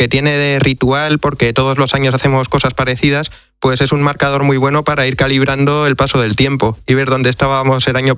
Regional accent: Madrid, Community of Madrid, Spain; moved away as an adult; now in Murcia, Spain; Bueno, yo desde hace 7 años, aunque soy madrileño, me trasladé a Murcia y cumplí ese viejo sueño del veraneante de Madrid que se mueve hacia el mar.

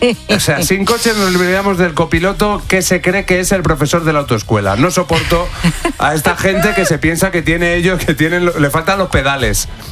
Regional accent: Salamanca, Castile and León, Spain; now in Madrid, Spain; Los de Salamanca y provincias no soportamos.

